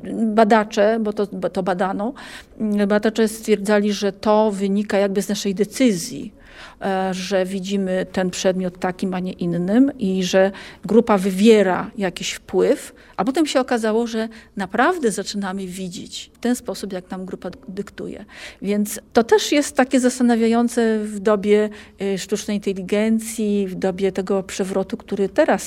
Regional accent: Łódź, Łódź Voivodeship, Poland

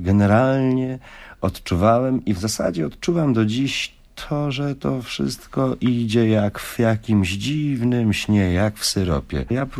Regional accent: Łódź, Łódź Voivodeship, Poland; born there; moved away as an adult; also born or lived in Kalisz / Poznań / Warsaw; now in Kraków, Poland; urodziłem się w Łodzi na Łęczyckiej 8.

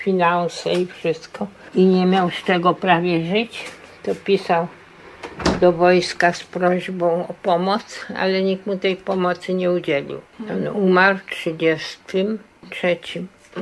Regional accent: Vilnius, Vilnius County, Lithuania; moved away; To znaczy, ja jestem z Wilna. Myśmy przyjechali z Wilna w 1946 roku.

